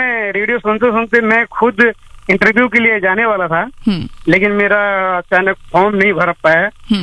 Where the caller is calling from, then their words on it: New Delhi, Delhi, India; मैं वैसे एक्चुअल में पटेल नगर से, जब जॉब करने के लिए न्यू दिल्ली जाते हैं तो वहाँ से।